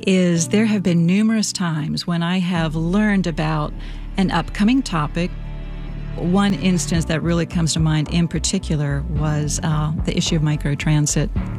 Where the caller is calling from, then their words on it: Winston-Salem, North Carolina, United States; from Winston-Salem.